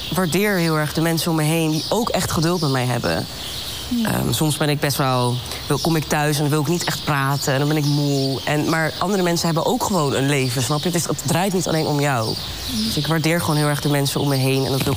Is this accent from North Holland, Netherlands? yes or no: no; Rotterdam, South Holland, Netherlands; ik ben geboren en getogen in de mooiste stad van Nederland. Rotterdam.